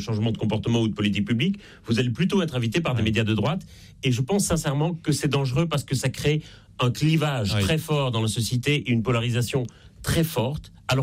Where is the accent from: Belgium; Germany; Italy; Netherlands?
Belgium; moved away as an adult; now in Paris, France; ça s'entend un peu d'ailleurs à mon accent. Je suis en Belgique et je ne suis pas né en France, même si j'y habite